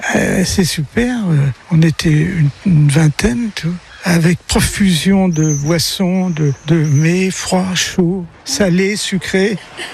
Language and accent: French; Nevers, Bourgogne-Franche-Comté, France; also born or lived in Paris; now in Anglet, France; À Paris d'abord, et puis ma jeunesse dans le Nivernais, parce que je suis de Nevers.